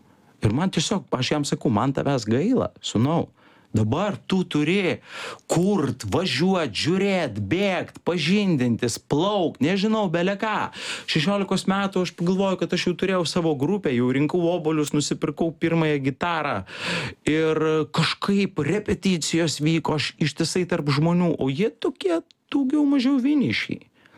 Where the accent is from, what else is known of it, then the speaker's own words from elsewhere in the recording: Klaipėda, Klaipėda County, Lithuania; moved away as an adult; now in Vilnius, Lithuania; aš kaip klaipėdietis, aš visada turėjau kur važiuoti. Aš turėjau Šventąją, aš turėjau Palangą, aš turiu Kintus, Ventės Ragą, Nidą galų gale ir taip toliau, ir taip toliau. Ten Klaipėda yra puikus taškas. Kuomet atsikėliau gyventi Vilniuje